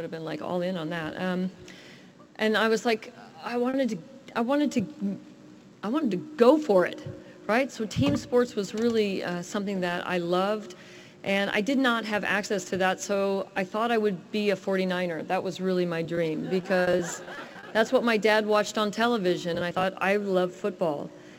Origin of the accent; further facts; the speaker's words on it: San Jose, California, United States; as a young girl, growing up in South San Jose